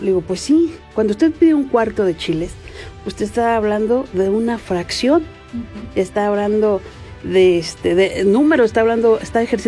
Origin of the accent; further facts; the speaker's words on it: Tlicuautla, Hidalgo, Mexico; also born or lived in Pachuca; lo presento como la hermana república de Tlicuautla. Pertenecemos a San Agustín Tlaxiaca. Y bueno, yo nací aquí en Pachuca, pero toda mi vida fue en Tlicuautla. Vengo de una familia pues humilde, pero con muchos valores. Y bueno, hice mi primaria, secundaria en mi pueblo, orgullosamente.